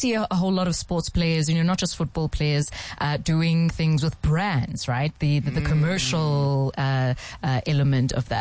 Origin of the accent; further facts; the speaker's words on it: South Africa; where are you from? And I say South Africa.